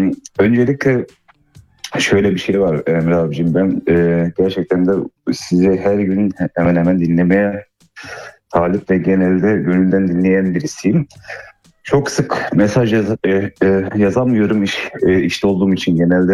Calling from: Germany; Almanya'dan arıyorum.

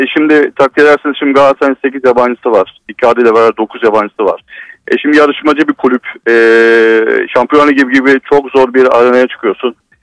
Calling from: Mersin, Turkey; Mersin'den.

